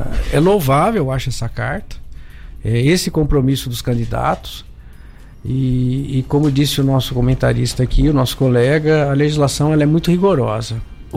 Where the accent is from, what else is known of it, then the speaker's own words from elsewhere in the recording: São Paulo, Brazil; Lá no interior de São Paulo, de onde eu vim